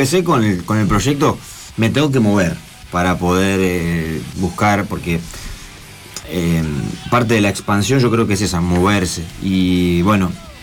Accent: Rosario, Santa Fe, Argentina; also born or lived in Coronel Bogado; Sí, nací en Rosario y me crié un poco acá y un poco en un pueblo llamado Coronel Bogado.

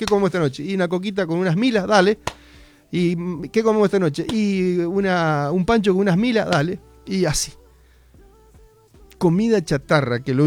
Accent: Argentina; porque soy argentino

